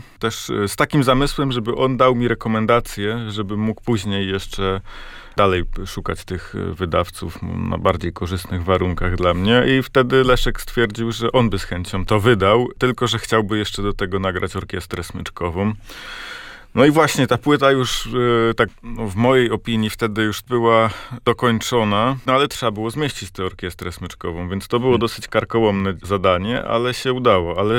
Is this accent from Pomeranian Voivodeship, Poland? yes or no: yes; Sztum, Pomeranian Voivodeship, Poland; Ja jestem ze Sztumu i tak się składa, że starosta i jego żona są zakochani